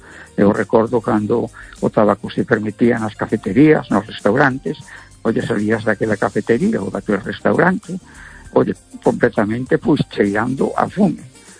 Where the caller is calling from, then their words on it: A Coruña, Galicia, Spain; Vamos a ver … de Coruña.